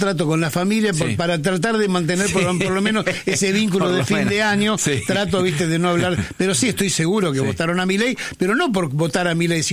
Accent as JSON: {"language": "Spanish", "country": "Argentina", "said": "¿Por qué somos así los argentinos?"}